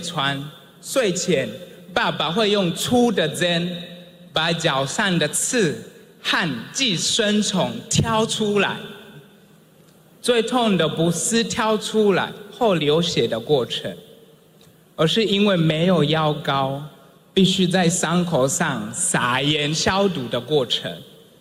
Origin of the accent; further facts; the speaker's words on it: Kigoma, Tanzania; Chinese is a second language; now in Taiwan; 我出生在坦桑尼亚的山区，一个靠近贡北国家公园的小村落。那里是真古的博士研究野生黑猩猩的地方，也是我的生命的起点。我在一个贫穷家庭长大，